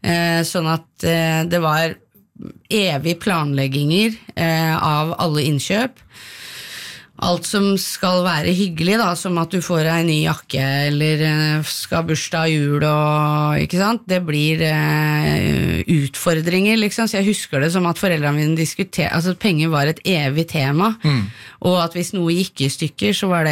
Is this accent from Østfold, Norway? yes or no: no; Oslo, Norway; jeg vokste opp på Tøyen, er det noen av dere som kjenner til Kolstadgata 7?